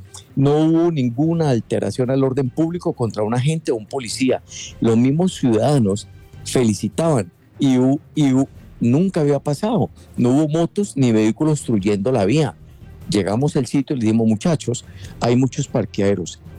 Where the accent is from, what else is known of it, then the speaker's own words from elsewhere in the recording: Cali, Valle del Cauca, Colombia; nosotros, como ciudadano caleño